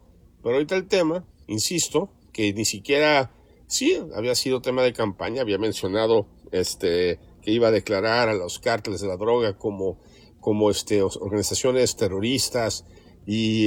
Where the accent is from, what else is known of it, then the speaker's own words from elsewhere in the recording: Mexico; moved away; Y lo aclaro y lo digo contundentemente como mexicano que vive en el extranjero.